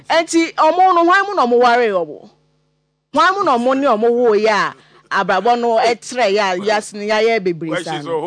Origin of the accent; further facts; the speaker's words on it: Ghana; Say I am very disappointed as a Ghanaian.